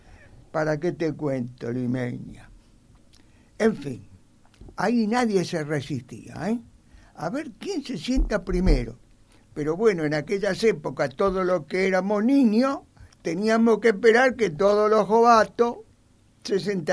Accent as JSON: {"language": "Spanish", "country": "Argentina", "tie": "born there", "said": "porque tengo sangre italiana y por otro lado nací en Argentina."}